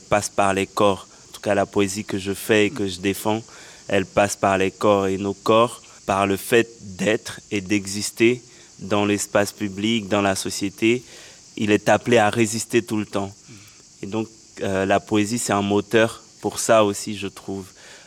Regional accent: Port-au-Prince, Ouest, Haiti; le contexte où j'ai grandi en Haïti

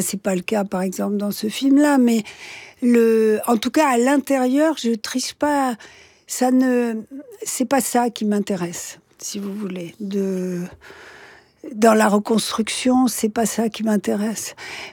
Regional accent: south of France, France; J'ai beaucoup lu Giono cet été, parce que je suis du Sud

